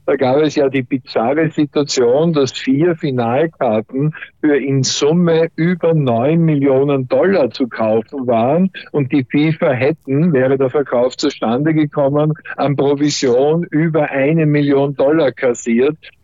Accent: Austria; für mich als Österreicher

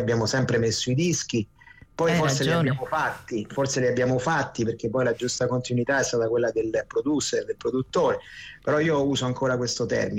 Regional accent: Rome, Lazio, Italy; l'Italia è sempre il mio paese, Roma soprattutto è la mia città, quindi comunque mi fa bene stare un po' qua e un po' di là.

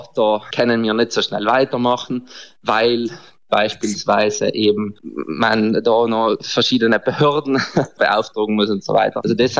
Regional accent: Trentino-Alto Adige, Italy

